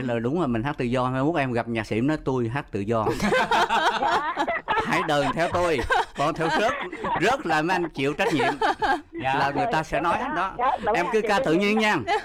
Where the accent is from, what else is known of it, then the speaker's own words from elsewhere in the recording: Tay Ninh, Vietnam; ở Tây Ninh á.